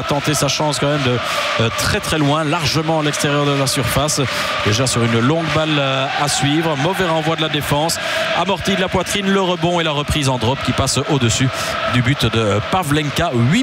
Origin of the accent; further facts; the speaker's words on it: France; Comme je suis français, ben à la française c'est … Comme je suis d'origine italienne, on peut dire